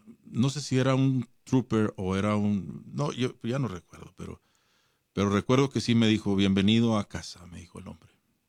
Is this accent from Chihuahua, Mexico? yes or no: yes; Ciudad Juárez, Chihuahua, Mexico; cuando yo nací, cuando yo crecí en la frontera en Ciudad Juárez